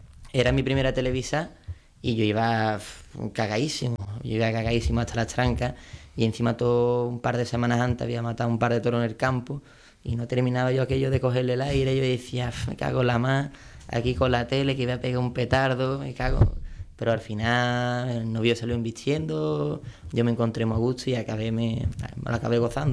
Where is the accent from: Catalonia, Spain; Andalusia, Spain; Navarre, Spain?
Andalusia, Spain; Chiclana de la Frontera; aunque yo sea de Chiclana.